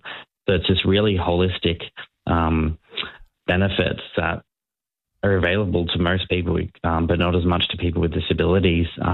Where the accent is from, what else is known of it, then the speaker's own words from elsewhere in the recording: Sunshine Coast, Queensland, Australia; growing up on the Sunshine Coast